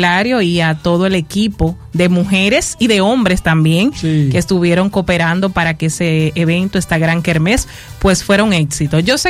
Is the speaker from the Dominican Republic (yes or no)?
yes; Dominican Republic; somos dominicanos